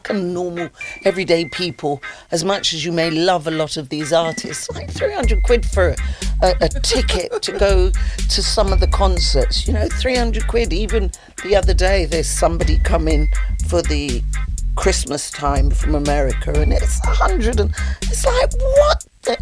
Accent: United Kingdom; as British people, musicians

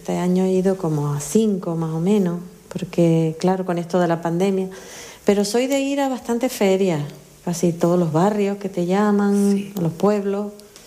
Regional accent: Icod de los Vinos, Canary Islands, Spain; veo la diferencia del ayuntamiento de La Guancha al ayuntamiento de Hico de los Vinos, de donde soy yo, el poco apoyo.

